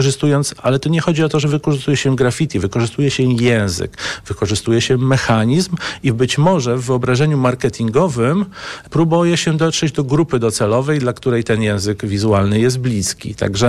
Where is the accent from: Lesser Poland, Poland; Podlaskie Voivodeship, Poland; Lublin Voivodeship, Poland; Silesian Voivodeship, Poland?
Lublin Voivodeship, Poland; Lublin; Pochodzę z Lublina.